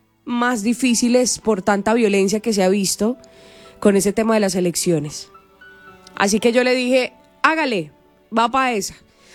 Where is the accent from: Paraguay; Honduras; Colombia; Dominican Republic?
Colombia; somos hermanos, somos vecinos, somos familias, somos colombianos.